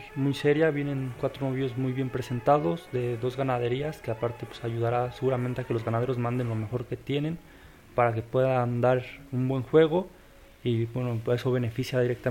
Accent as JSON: {"language": "Spanish", "town": "Apizaco", "region": "Tlaxcala", "country": "Mexico", "said": "Soy de aquí de Apizaco, aquí en Apizaco, Tlaxcala."}